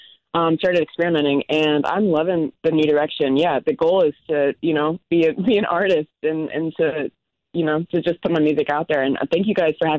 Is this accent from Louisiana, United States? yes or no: no; Vermont, United States; now in Nashville, United States; Yeah, I'm from Vermont. Yeah, I moved to Nashville last year to. Just to be around the industry and stuff.